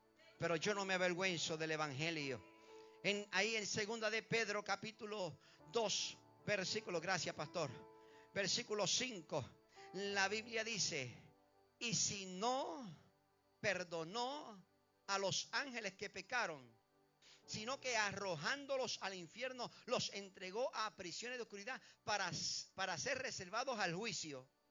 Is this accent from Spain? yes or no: no; Caguas, Puerto Rico; cuando éramos jóvenes allá en el barrio La Mesa de Cagua, donde me crié